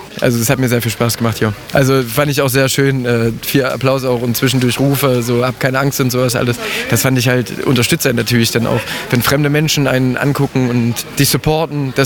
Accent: Nachterstedt, Saxony-Anhalt, Germany; ich bin 23 Jahre. Ich komme aus Nachterstedt, liegt ja nicht weit von hier.

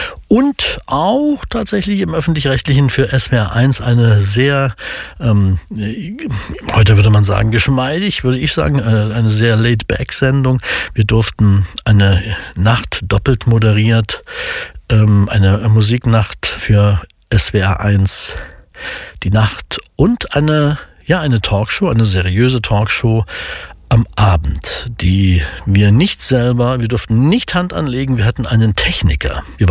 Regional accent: eastern Germany, Germany; Als Ostdeutsche waren wir dann die Berater im westdeutschen Sender.

